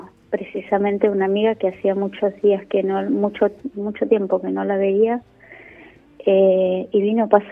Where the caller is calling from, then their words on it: Chivilcoy, Buenos Aires Province, Argentina; de Chivilcoy.